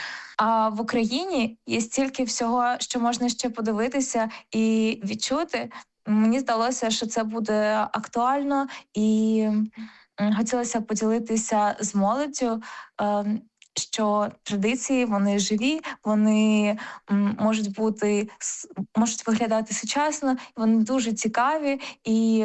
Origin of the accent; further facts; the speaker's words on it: Sumy Oblast, Ukraine; а я якраз з Сумщини